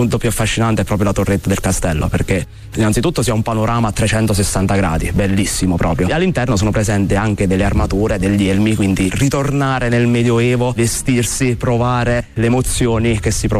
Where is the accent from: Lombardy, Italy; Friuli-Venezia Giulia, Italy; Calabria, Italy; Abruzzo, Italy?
Abruzzo, Italy; Roccascalegna; Rocca Scalegna, oltre ad essere il mio paese, luogo dove mi piace vivere, dove ho la maggior parte degli amici, degli interessi